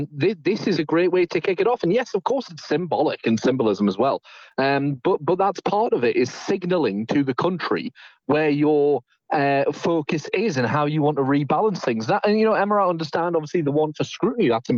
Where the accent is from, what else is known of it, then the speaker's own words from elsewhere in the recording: North East England, United Kingdom; I'm from north of the wall. I'm from Northumberland.